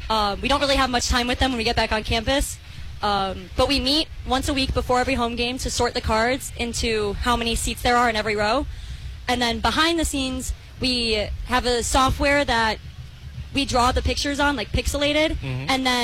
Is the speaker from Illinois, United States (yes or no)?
yes; Deerfield, Illinois, United States; I'm from Deerfield, Illinois